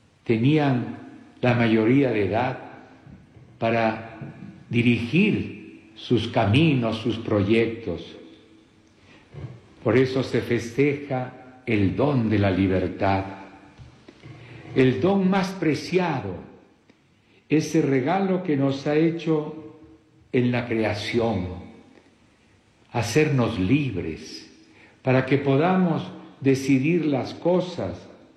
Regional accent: Peru

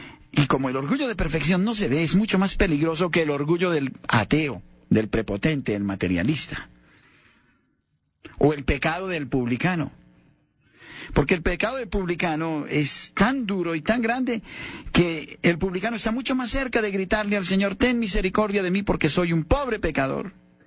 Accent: Colombia

